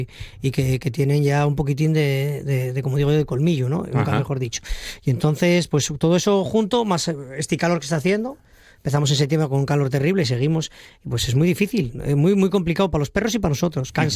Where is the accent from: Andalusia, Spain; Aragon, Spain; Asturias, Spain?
Asturias, Spain; somos asturianos y nosotros, bueno, yo el primero.